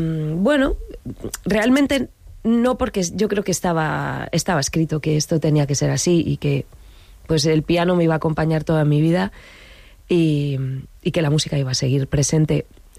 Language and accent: Spanish; Segovia, Castile and León, Spain; also born or lived in Valles Pasiegos; now in Cantabria, Spain; Nací en Segovia y pues una infancia, la verdad, que la recuerdo bonita. Es una ciudad pequeñita, entonces es como todo está cerca.